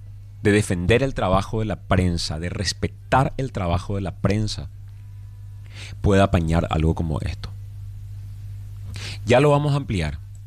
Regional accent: Paraguay

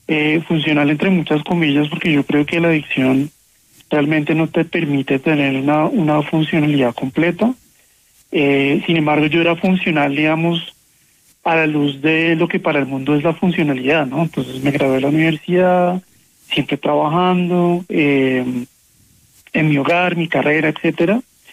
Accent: Bogotá, Colombia

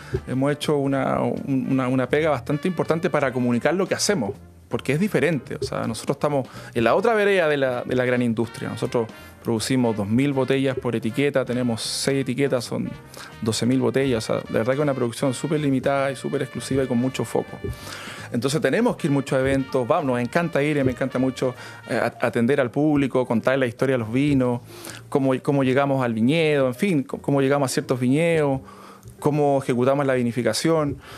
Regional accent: Chile; ahí les contamos que somos chilenos

